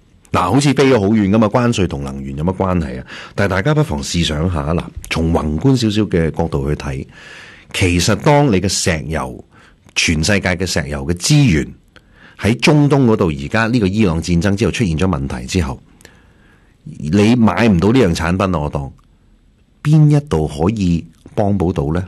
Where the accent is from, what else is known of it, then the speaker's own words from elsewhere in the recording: Canada; 咁作为加拿大人北美洲呢